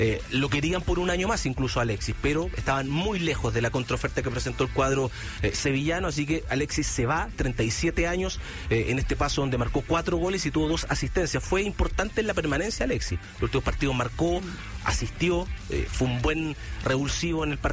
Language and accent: Spanish; England, United Kingdom; no hablo de Inglaterra, soy de Inglaterra.